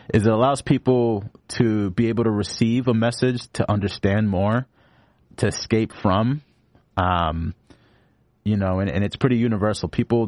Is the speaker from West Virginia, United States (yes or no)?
no; Lynn, Massachusetts, United States; And so I'm from Lynn, which is not too far from East Boston. Very similar backgrounds, demographics in the community.